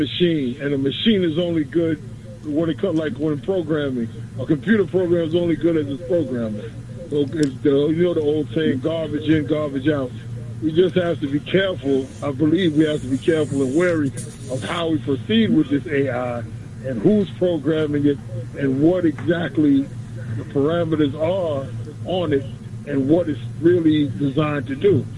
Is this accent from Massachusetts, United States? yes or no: no; New York City, New York, United States; When I was younger, in our community in South Jamaica, we had a community center